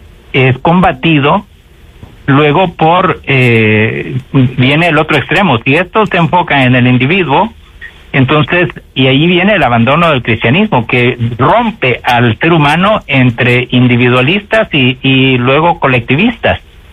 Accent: Nicaragua; Porque yo lo comprendí incluso estando... yo soy de Nicaragua, ¿no?

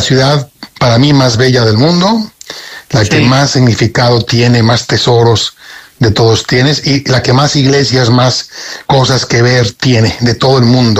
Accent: Spain; now in Mérida, Mexico; Yo soy español, aunque vivo aquí en México.

